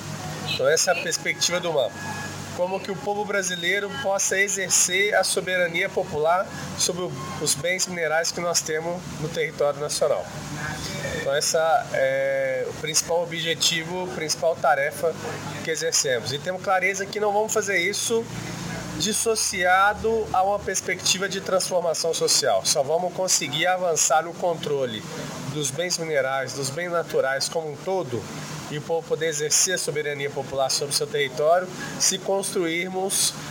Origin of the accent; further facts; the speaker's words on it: Minas Gerais, Brazil; Eu venho de Minas Gerais, que é a região central do Brasil